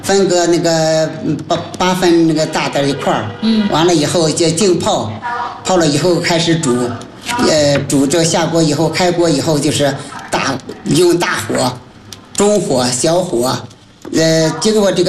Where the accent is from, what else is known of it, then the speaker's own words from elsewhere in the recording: Dingzhou, Hebei, China; moved away as an adult; now in Zhangjiakou, China; 我是那河北定州人，那个1975年嫁到了这个郭家